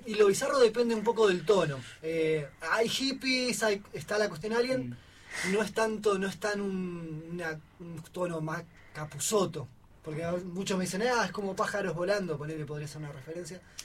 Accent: Viedma, Río Negro, Argentina; moved away as an adult; now in El Bolsón, Argentina; yo soy de Viedma, pero bueno, vivo hace 10 años acá

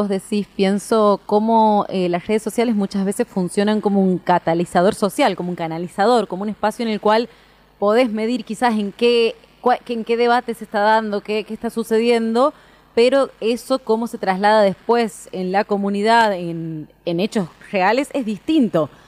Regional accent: Córdoba, Argentina

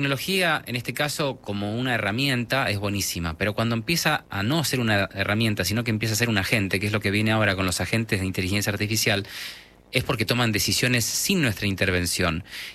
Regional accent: Argentina; accent: Argentine

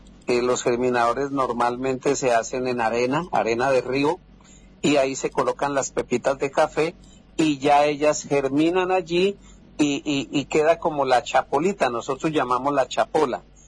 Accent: Pitalito, Huila, Colombia; la región de donde soy yo, que es Bruselas, que es un corregimiento que pertenece a Pitalito y es la zona cafetera por excelencia.

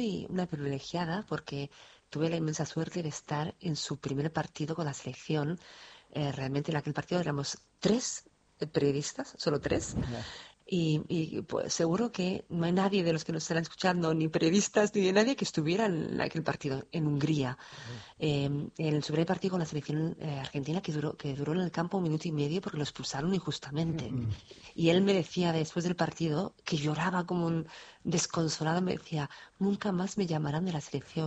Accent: Spain; Y yo soy española, no soy argentina.

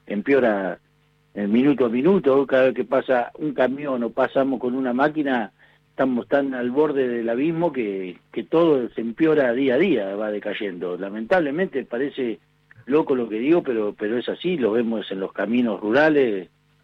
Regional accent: Argentina; el argentino somos esto

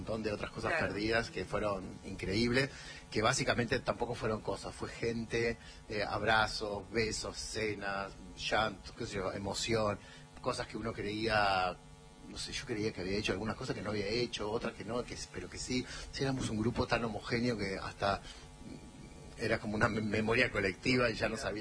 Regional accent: Gálvez, Santa Fe, Argentina; Sí, básicamente soy de Gálvez, sí.

